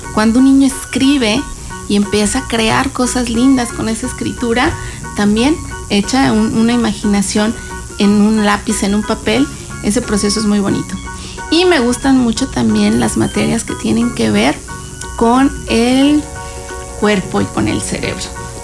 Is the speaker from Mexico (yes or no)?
yes; San Luis Potosí, Mexico; yo estudié psicología clínica hace muchos años en San Luis Potosí. Yo soy de San Luis Potosí.